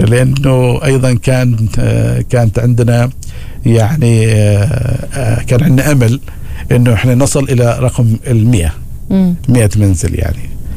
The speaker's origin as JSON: {"language": "Arabic", "town": "Muttrah", "region": "Muscat Governorate", "country": "Oman", "tie": "born there", "said": "وأنا أحيانا لما أروح على مطرح، أنا من مواليد مطرح يعني"}